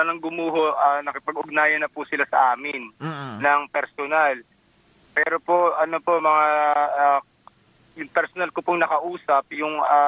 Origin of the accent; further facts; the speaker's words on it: Caramoan, Bicol Region, Philippines; Taga Karamoan, Bicol.